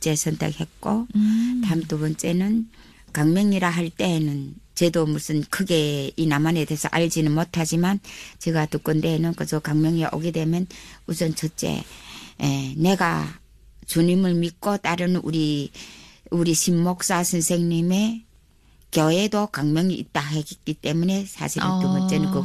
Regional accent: North Korea; also born or lived in China; now in Gwangmyeong, South Korea; 나는 북한 사람이고

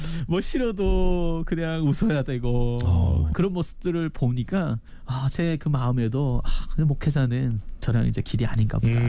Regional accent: North Korea; now in South Korea; 북한에서 살다가 여기에 와서 대한민국에 와서 예수님을 만난 우리 탈북민 고향 사람들이

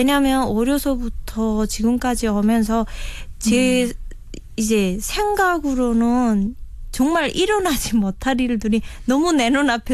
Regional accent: North Korea; also born or lived in China; now in South Korea; 제가 북한에 있었으면 이제 해외로 나갈 기회가 없단 말이에요.

